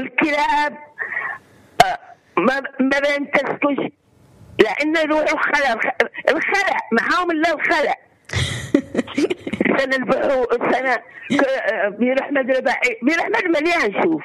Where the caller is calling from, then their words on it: Aden, Yemen; عندنا بالمنصوره